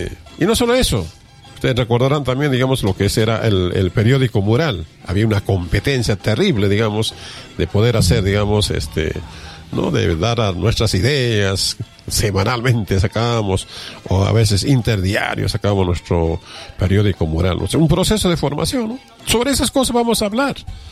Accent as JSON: {"language": "Spanish", "region": "Arequipa", "country": "Peru", "said": "tenemos que ubicarnos como ciudadanos arequipeños"}